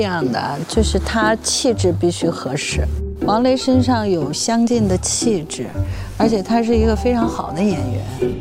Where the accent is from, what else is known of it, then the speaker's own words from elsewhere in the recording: Xi'an, Shaanxi, China; 因为我是西安人